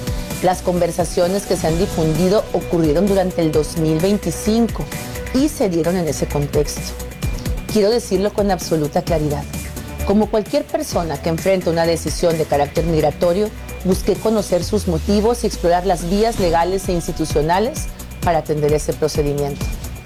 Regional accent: Mexico

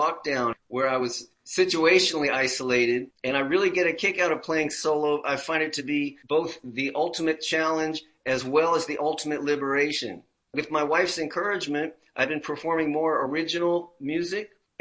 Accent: New York City, New York, United States; born there; moved away; also born or lived in San Francisco; my moving back to my hometown of New York City when I was 19 in the spring of 1982.

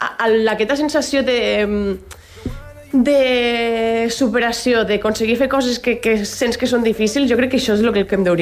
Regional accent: Arfa, Catalonia, Spain; also born or lived in La Seu d'Urgell; now in Andorra; Jo passo la meva infància a Arfa, un petit poble al costat de la Seu, que és d'on és la meva família.

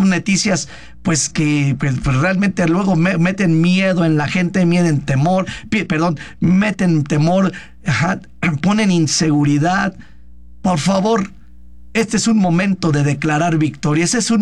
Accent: Mexico

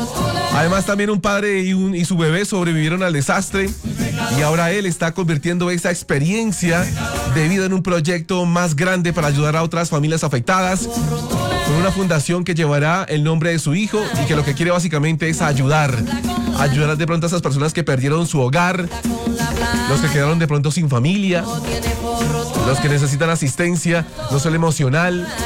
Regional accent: Colombia; Así somos los colombianos. No nos rendimos nunca, muchachos. Y hay que estar orgullosos de nosotros. Orgullosos de nuestra raza colombiana.

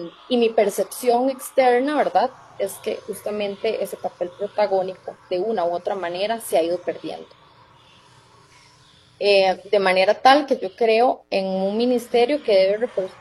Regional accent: Costa Rica; yo soy producto del Estado Social de Derecho y de la política de justicia social de este país, de Costa Rica. Yo estudié en escuela pública, estudié en colegio público, estuve en la Universidad de Costa Rica

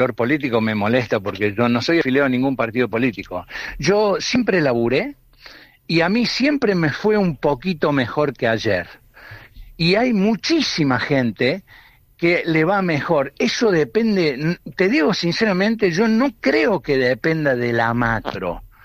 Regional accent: Córdoba, Argentina; Soy cordobés, soy sarcástico.

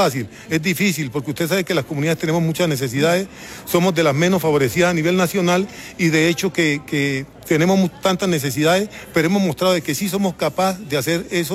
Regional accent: Colombia

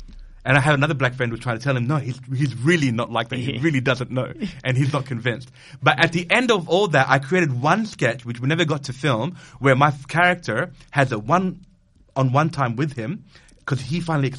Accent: Australia; moved away as an adult; also born or lived in Bahrain; now in Adelaide, Australia; I was raised in Australia.

